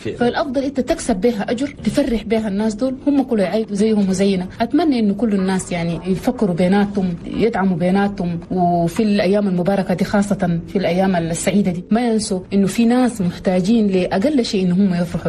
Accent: Chad; بس نحن كمجتمع تشادي مجتمع رحيم. في كثير من الأسرة التشادية تلقى واحد عنده أخوه ما بخلي

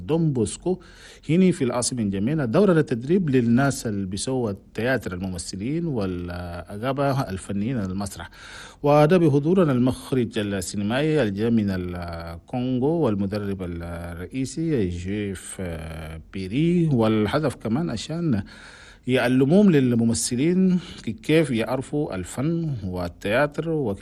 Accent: Chad; هنا بلدنا تشاد

